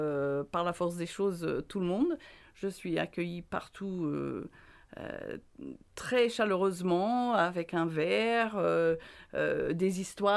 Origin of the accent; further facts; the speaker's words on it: Grangemouth, Scotland, United Kingdom; French is a second language; also born or lived in Edinburgh; Je suis née à Édimbourg, j'ai fait mes études à Glasgow. J'ai grandi entre les deux dans une ville qui s'appelle Grangemouth